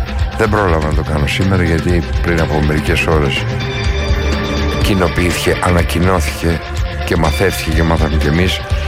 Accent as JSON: {"language": "Greek", "country": "Greece", "said": "ζούμε σήμερα ως Έλληνες στην, σε αυτή την Ελλάδα που ζούμε σήμερα"}